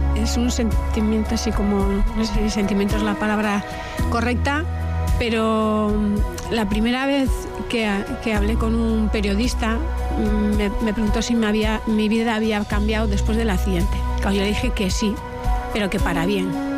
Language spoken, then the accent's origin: Spanish; Mungia, Basque Country, Spain; born or raised there